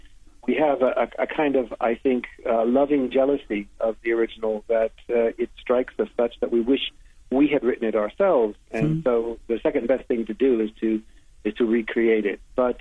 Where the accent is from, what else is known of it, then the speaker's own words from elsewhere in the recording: United States; Well, yeah, I am a Polish citizen, but I was born in America. That's where I grew up.